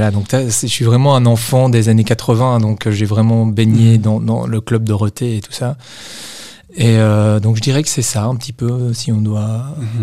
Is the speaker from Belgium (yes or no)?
yes; Nivelles, Wallonia, Belgium; born there; also born or lived in Brussels / Paris; moi j'étais à l'école en secondaire à Nivelles.